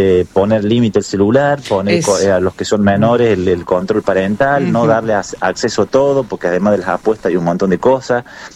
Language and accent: Spanish; Argentina; todo lo apasionado que somos los argentinos en el fútbol